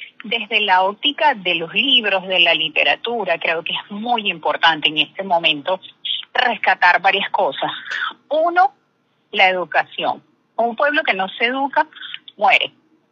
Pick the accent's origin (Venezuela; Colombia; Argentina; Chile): Venezuela; nos desaniman como venezolanos